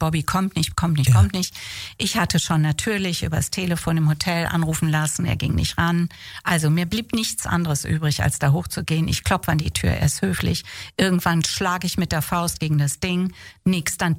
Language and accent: German; Leubsdorf, Rhineland-Palatinate, Germany; born there; Leubsdorf am Rhein. 1 Kilometer von Linz am Rhein.